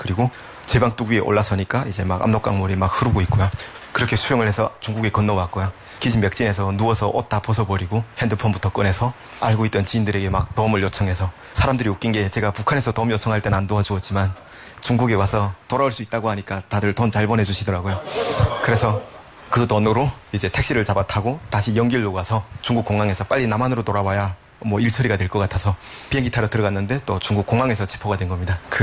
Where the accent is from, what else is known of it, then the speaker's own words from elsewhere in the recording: North Korea; moved away as an adult; now in South Korea; 우리 탈북민들